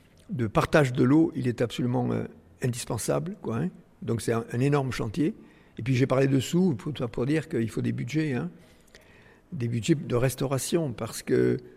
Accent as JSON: {"language": "French", "town": "Vielmur-sur-Agout", "region": "Occitanie", "country": "France", "tie": "born or raised there", "said": "Oui, moi je suis né dans Vielmur, dans le Tarn, petit village, à la campagne. On n'avait même pas l'eau courante, vous voyez, dans la maison."}